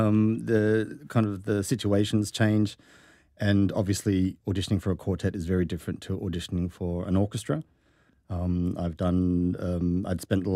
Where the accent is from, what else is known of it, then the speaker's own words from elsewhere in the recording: Sydney, New South Wales, Australia; I'm from Sydney